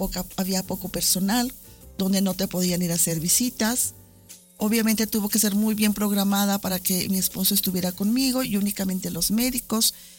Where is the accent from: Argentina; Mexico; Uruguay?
Mexico; Aguascalientes; moved away as an adult; regreso a Aguascalientes, soy nativa de ahí, de aquí, de Aguascalientes, y por cuestiones del trabajo me fui fuera 20 años, de 18 y 20 años me fui de Aguascalientes. Por el trabajo regreso, yo no quería regresar a Aguascalientes